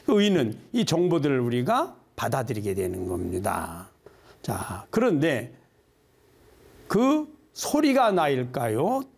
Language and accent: Korean; Gyeongsang, South Korea; accent: Gyeongsang dialect; 그래서 이 먹고 약간 저 우리 경상도 사투리가 섞여 있습니다.